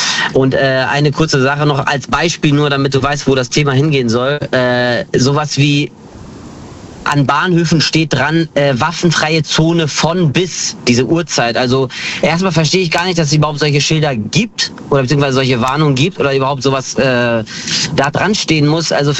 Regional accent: Hanover, Lower Saxony, Germany; Ich bin aus Hannover.

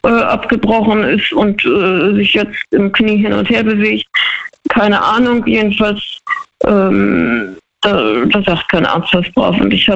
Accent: Freiburg, Baden-Württemberg, Germany; Freiburg, kurz gesagt.

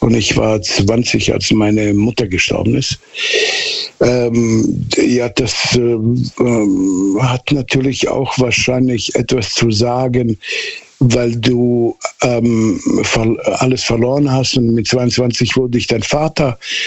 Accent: Southern Germany, Germany; Ja, also ich bin quasi auf dem Dorf aufgewachsen in Süddeutschland.

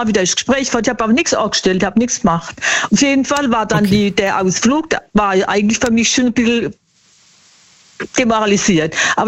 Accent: Bad Schönborn, Baden-Württemberg, Germany; Aus Bad Schönborn. Wir haben schon öfters telefoniert.

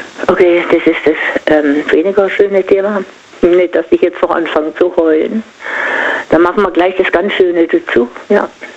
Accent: Singen, Baden-Württemberg, Germany; ich komme ja aus Singen und die haben, machen das schon eine ganze Weile in Klassentreffen.

